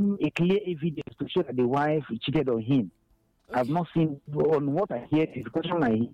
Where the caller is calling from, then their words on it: Enugu, Enugu State, Nigeria; I'm calling from Enugu.